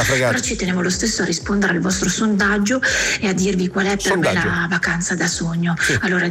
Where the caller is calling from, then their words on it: Milan, Lombardy, Italy; da Milano